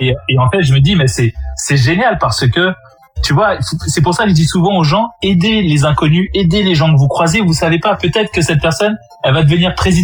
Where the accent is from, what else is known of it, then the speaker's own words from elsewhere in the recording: French West Indies, France; Je suis ce petit Antillais qui réussit quelque chose d'extraordinaire.